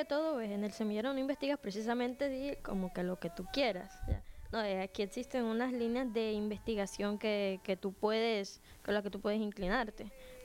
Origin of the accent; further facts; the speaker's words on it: Sahagún, Córdoba, Colombia; porque yo soy de Sahagún